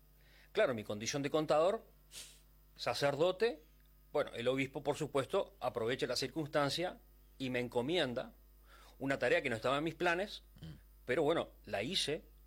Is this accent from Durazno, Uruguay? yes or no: no; Salto, Uruguay; moved away as an adult; Cuando me vine a Montevideo para estudiar, yo soy de Salto